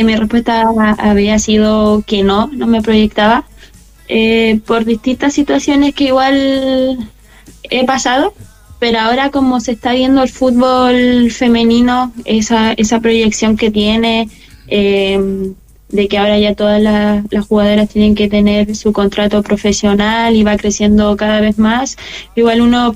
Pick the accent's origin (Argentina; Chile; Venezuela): Chile; María Elena, Antofagasta; now in Antofagasta, Chile; Yo no soy de Antofagasta, yo soy nacida y criada en María Elena, la última salitrera que queda activa en el mundo. Entonces, bueno, me vine a Antofa por lo mismo